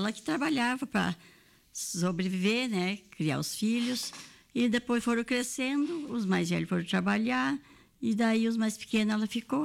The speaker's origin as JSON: {"language": "Portuguese", "area": "Formigueiro", "region": "Rio Grande do Sul", "country": "Brazil", "tie": "born there", "moved": "yes", "lives_now": "Soledade, Brazil", "said": "Sou nascida em Formigueiro e residente em Soledade agora."}